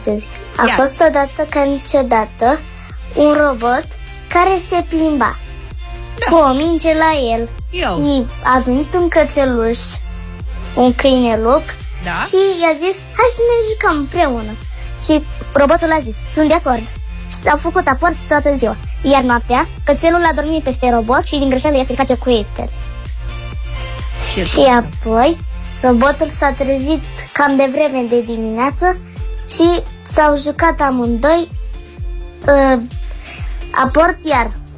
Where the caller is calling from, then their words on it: Tulcea, Tulcea County, Romania; din Tulcea, am 7 ani.